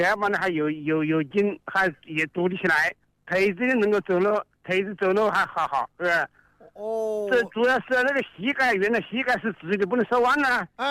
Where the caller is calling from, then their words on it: Hanchuan, Hubei, China; 我是湖北汉川。